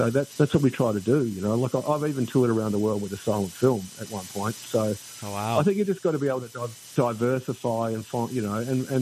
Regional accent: Australia

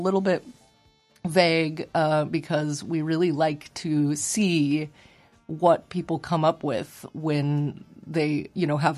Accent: Arcata, California, United States; especially having grown up here. I grew up in Arcata

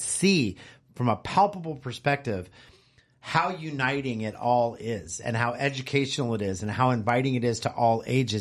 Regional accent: Bay Area, California, United States; now in Emerald Triangle, United States; I'm from the Bay Area

